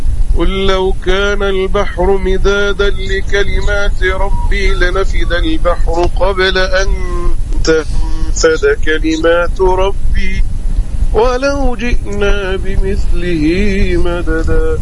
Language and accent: Arabic; Egypt; عندنا في مصر